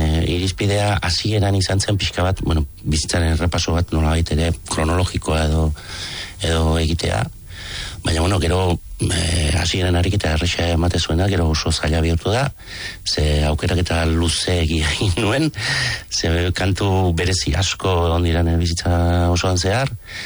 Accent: Alkiza, Basque Country, Spain; born there; Alkizan jaioa naiz, eta Alkizako festak ziren, ba, musika elkarrekin entzuten genuen lekua

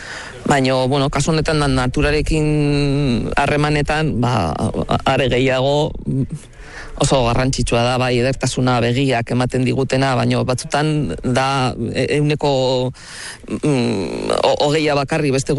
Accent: Astigarraga, Basque Country, Spain; Astigarragakoa naiz

